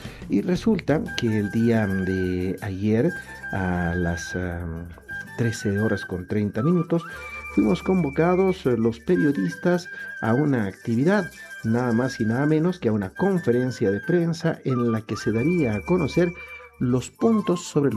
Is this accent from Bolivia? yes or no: yes; Bolivia; no solamente como bolivianos o querendones del arte y de la cultura, sino como bolivianos en general